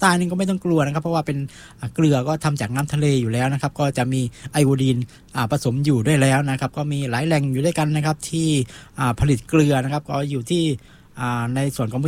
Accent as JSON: {"language": "Thai", "region": "Southern Thailand", "country": "Thailand", "accent": "Southern Thai", "said": "บ้านเรานี่เรียกฉางข้าวนะภาษาใต้เรียกฉางนะครับ"}